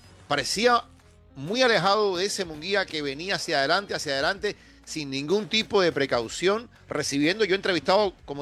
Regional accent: Cuba; Y no lo digo porque sea de mi tierra, pero yo creo que es un tipo complicado. Osley Iglesias. El problema de Iglesias, que es el problema de muchos cubanos

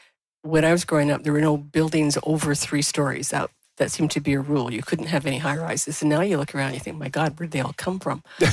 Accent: Richmond, British Columbia, Canada; It was. We grew up on Lansdowne Road.

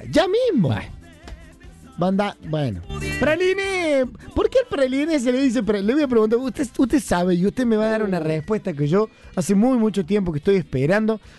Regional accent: Córdoba, Argentina; Soy cordobés en el día de Córdoba.

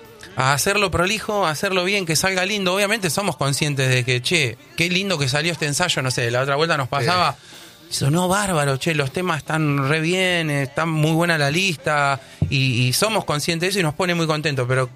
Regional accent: Luján, Buenos Aires Province, Argentina; nosotros somos de Luján.

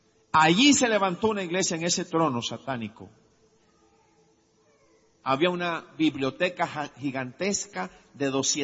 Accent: Colombia

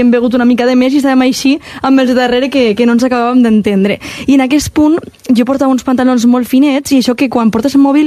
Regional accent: Castelló de la Plana, Valencian Community, Spain; aquest març passat, a les festes del meu poble a Castelló, les festes de la Magdalena

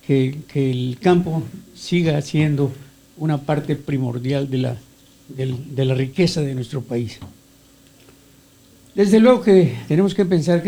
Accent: Maya area, Mexico; en mi tierra, en los mayas

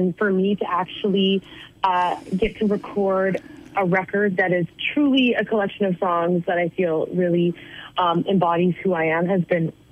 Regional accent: Calgary, Alberta, Canada; Yeah, so I'm from Calgary. I do now split my time between Calgary and Nashville.

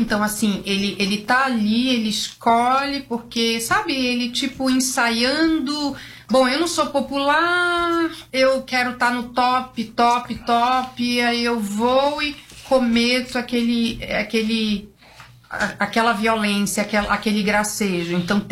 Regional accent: Belém, Pará, Brazil; moved away as an adult; now in São Paulo, Brazil; sou de Belém do Pará, tô aqui há muitos anos

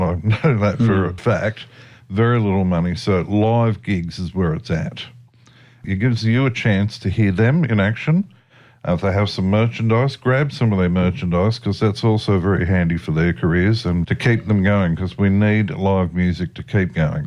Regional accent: Sydney, New South Wales, Australia; now in the coast, Australia; I mean, obviously I'm older than you, but and I came from Sydney initially. And when I lived there, you could go to a pub on any corner and every night there's a band playing.

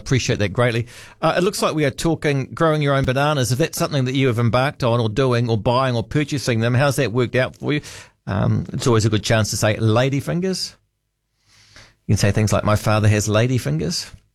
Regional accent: Auckland, New Zealand; because we grew up in Auckland, and the old man had lady fingers.

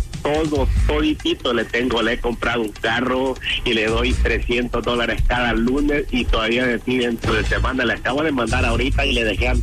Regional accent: El Salvador; No, soy salvadoreño.

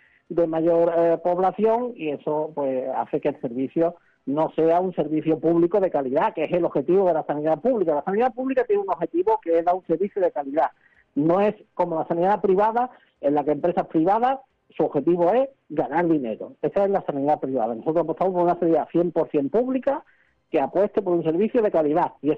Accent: Ronda, Andalusia, Spain; Digo, yo soy de Ronda y es que no os imagináis cómo ya afecta ese tema de la vivienda

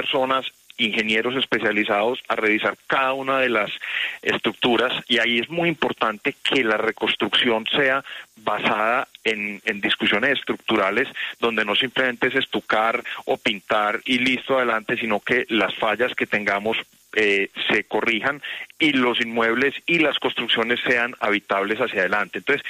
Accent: Colombia

